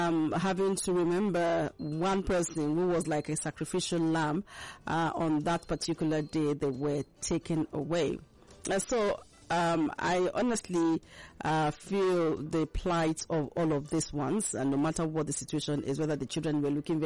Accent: Lagos, Nigeria; born there; I was born here in Lagos. So I can claim to be a Lagosian somehow.

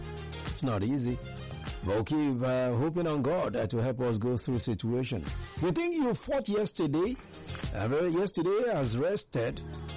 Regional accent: Nigeria; As a Nigerian, I can relate to this one for sure.

